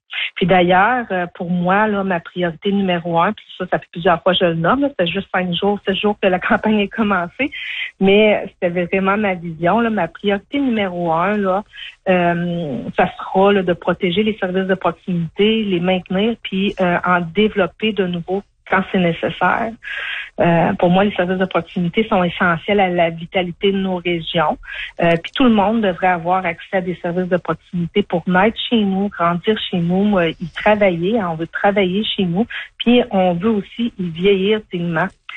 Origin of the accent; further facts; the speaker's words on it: Val-des-Sources, Quebec, Canada; Moi, je suis native de Val-des-Sources. Là, j'y ai passé mon enfance, mon adolescence. J'ai encore de la famille là qui y habite. Donc, c'est quand même un petit coin de pays que je connais un peu.